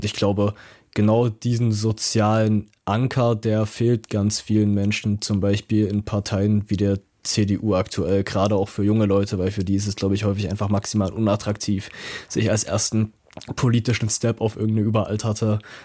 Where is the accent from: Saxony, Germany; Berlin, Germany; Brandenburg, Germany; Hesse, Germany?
Saxony, Germany; Zwickau; Ich frage mich manchmal, wenn ich irgendwie in meiner Heimatstadt Zwickau unterwegs bin oder in anderen kleineren ostdeutschen Städten